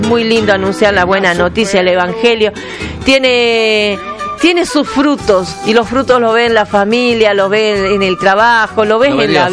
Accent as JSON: {"language": "Spanish", "region": "Tucumán", "country": "Argentina", "said": "Yo soy tucumana"}